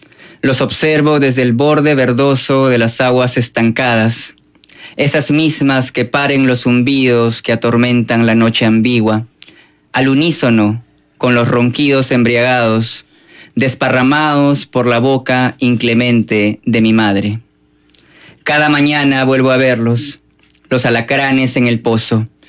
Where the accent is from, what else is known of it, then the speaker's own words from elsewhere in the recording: Peru; now in New York, United States; Como peruano, me siento, o sea, me siento muy bien estando en una ciudad tan grande como Nueva York